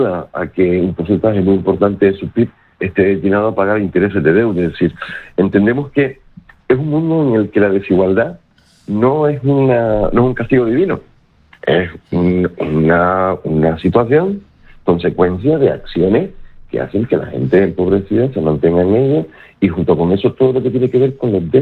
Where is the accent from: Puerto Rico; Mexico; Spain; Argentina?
Spain; Canary Islands